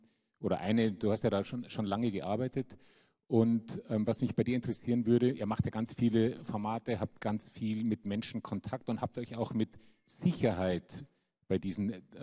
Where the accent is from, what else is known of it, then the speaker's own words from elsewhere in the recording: Germany; ich komme jetzt aus Bayern, Baden-Württemberg